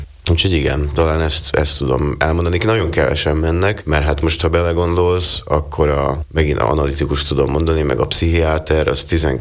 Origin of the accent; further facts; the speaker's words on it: Slovakia; now in Budapest, Hungary; Ugye én Budapesten tanulok, Szlovákiából költöztem oda 2 éve.